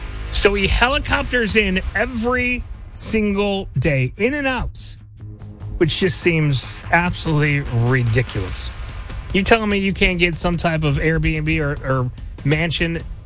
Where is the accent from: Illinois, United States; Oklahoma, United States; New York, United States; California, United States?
Illinois, United States; Chicago; I grew up in Chicago in the 90s, so Jordan is the GOAT, the greatest of all time.